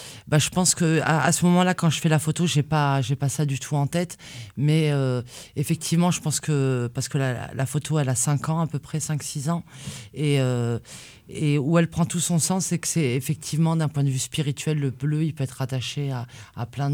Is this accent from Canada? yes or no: no; Algeria; moved away as an adult; je suis née en Algérie, que j'ai vécu jusqu'à l'âge de 19 ans